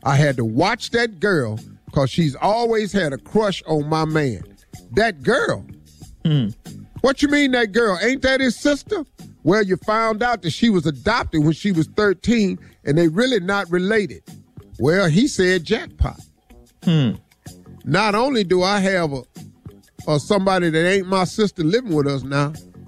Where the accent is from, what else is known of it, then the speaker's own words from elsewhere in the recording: Welch, West Virginia, United States; I grew up in Welch, West Virginia. Been around them a good part of my life.